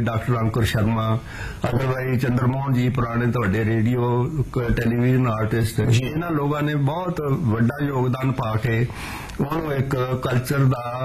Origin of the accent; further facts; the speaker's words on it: Punjab, India; moved away as an adult; now in Jalandhar, India; ਸਰਦਾਰ ਭਗਤ ਸਿੰਘ ਵਾਲਾ ਉਹ ਜੀ ਮਹਾਨ ਸ਼ਖਸੀਅਤ ਦਾ ਉਹ ਅਸੀਂ ਬੜੀ ਖੁਸ਼ਕਿਸਮਤ ਆ ਵੀ ਉੱਥੇ ਦੇ ਰਹਿਣ ਵਾਲੇ ਆ